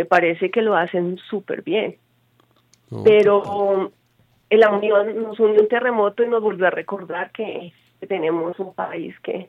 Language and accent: Spanish; Colombia; lo que somos colombianos, emprendedores, colaboradores